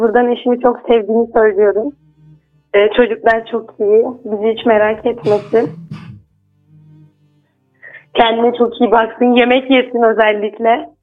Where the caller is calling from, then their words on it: Samsun, Turkey; Samsun Batı'dan arıyorum.